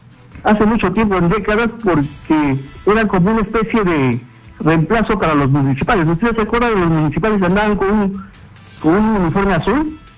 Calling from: Lima, Peru; de Pueblo Libre.

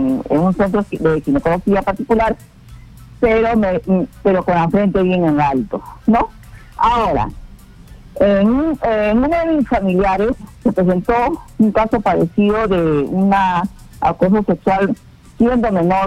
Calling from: Lima, Peru; de Chorrillos.

